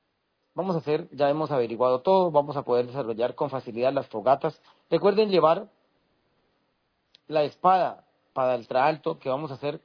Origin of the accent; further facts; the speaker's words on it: El Salvador; Tengo unos hermanos aquí en mi país del Salvador